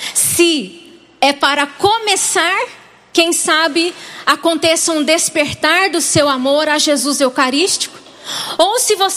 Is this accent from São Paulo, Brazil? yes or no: no; Varginha, Minas Gerais, Brazil; eu sou do sul de Minas Gerais, vocês vão perceber no decorrer da nossa partilha, né? Sou de uma cidade que talvez alguém aqui já tenha ouvido falar, eu sou lá de Varginha